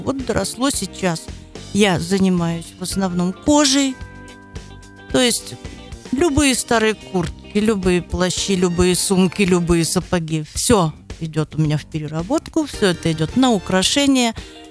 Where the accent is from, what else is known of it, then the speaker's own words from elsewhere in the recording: Sverdlovsk Oblast, Russia; now in Oral, Kazakhstan; Приехали мы с России, с Урала, со Свердловской области.